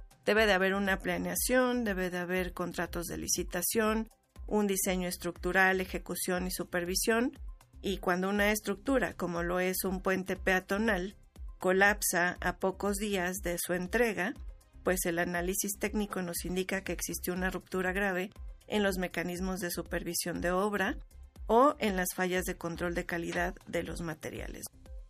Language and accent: Spanish; Mexico; como mexicanos y mexicanas